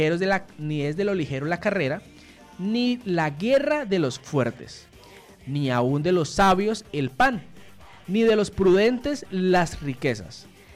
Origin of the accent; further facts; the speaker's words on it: Colombia; nos unimos en oración a clamar por nuestra patria Colombia